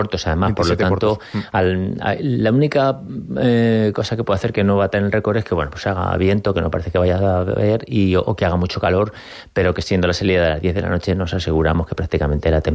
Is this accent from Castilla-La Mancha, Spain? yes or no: yes; Albacete, Castilla-La Mancha, Spain; todos los que somos de Albacete